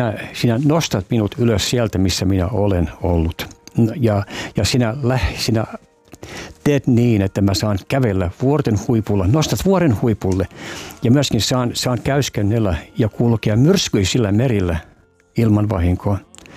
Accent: Canada; now in Finland; koska mä oon kasvanut englanninkielisessä maailmassa Kanadassa

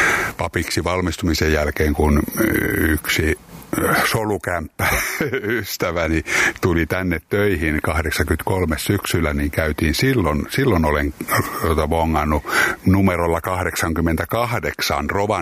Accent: Orimattila, Päijät-Häme, Finland; now in Mynämäki, Finland; mä olen Artjärveltä syntyisin, nykyistä Orimattilaa, nykyistä Päijät-Hämettä, aiemmin Itä-Uuttamaata, niin siellä tietysti ne kirkot on tullut silloin jo katsottua, kotikirkko Artjärvi ja Orimattilassa kävin koulut.

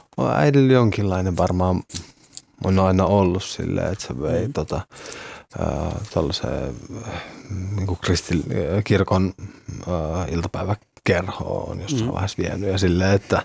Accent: Kotka, Kymenlaakso, Finland; also born or lived in Pyhtää; now in Porvoo, Finland; Siis mä asutan nyt Porvoossa. Mä oon Kotkasta kotoisin.

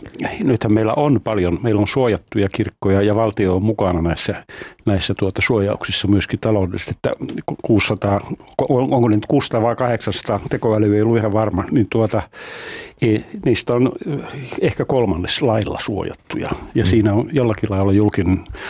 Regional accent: Rovaniemi, Lapland, Finland; Kun mä Rovaniemeltä kotoisin, sellainen valtava alttarifresko, joka siellä on

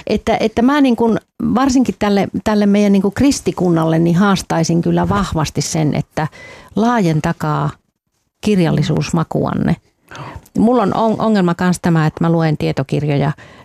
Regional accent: Helsinki, Uusimaa, Finland; En minä muista täällä, kun mä aina olen helsinkiläinen.

